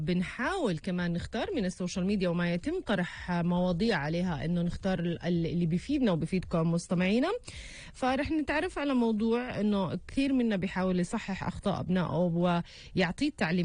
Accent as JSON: {"language": "Arabic", "country": "Palestine"}